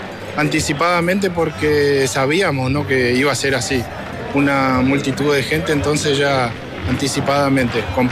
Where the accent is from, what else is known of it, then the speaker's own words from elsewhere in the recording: Argentina; now in Paraguay; Yo soy de Luque, residente acá en Paraguay hace más de 30 años, soy argentino, hincha de Boca.